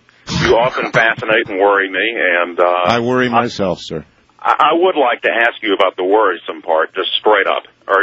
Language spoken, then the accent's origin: English; Louisiana, United States; now in Atlanta, United States; I'm originally from Louisiana